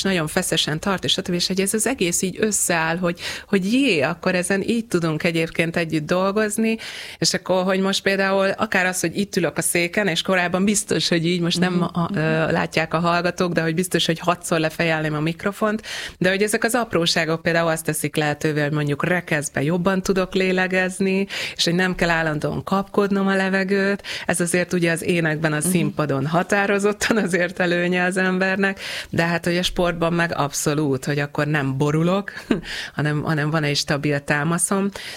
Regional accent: Hungary

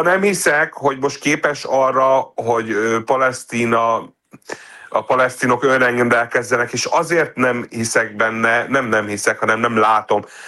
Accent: Israel; now in Europe; cionista vagyok, izraeli vagyok, szeretném, hogy megmaradjon Izrael

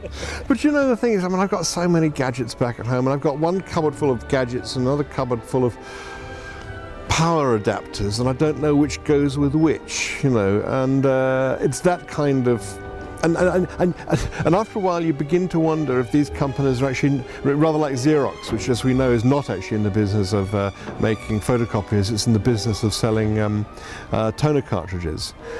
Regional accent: United Kingdom; I'm British and we are pedantic.

